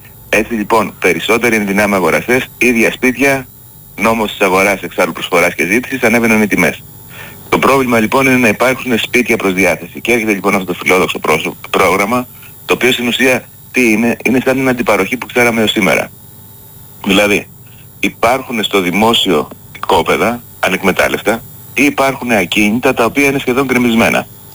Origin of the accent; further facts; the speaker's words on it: Greece; γιατί είμαστε ωραίοι ως Έλληνες